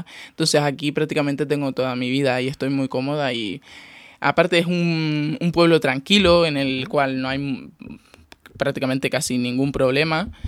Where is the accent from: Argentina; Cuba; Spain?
Spain; Teror, Canary Islands; la verdad que para mí fue un honor pues poder representar a mi pueblo, Teror.